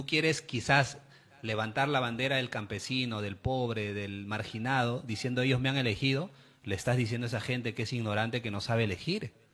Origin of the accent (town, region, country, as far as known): Peru